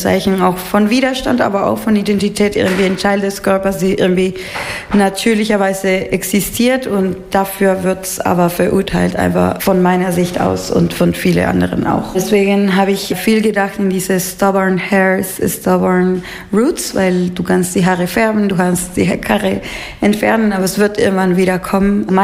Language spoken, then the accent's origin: German; Peru; ich komme aus Peru und ich gehe oft hin